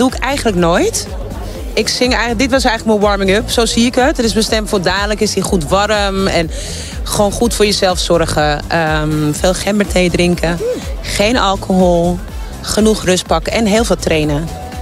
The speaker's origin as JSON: {"language": "Dutch", "town": "Amsterdam", "region": "North Holland", "country": "Netherlands", "said": "Ik kom uit Amsterdam."}